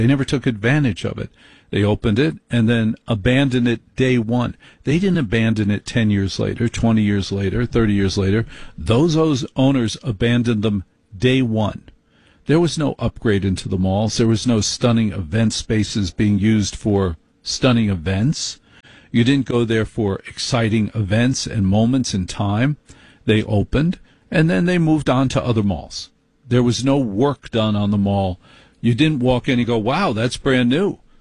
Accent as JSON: {"language": "English", "town": "Maplewood", "region": "New Jersey", "country": "United States", "tie": "born or raised there", "said": "Worse. I grew up in Maplewood. The day I went to college, my parents moved to Short Hills."}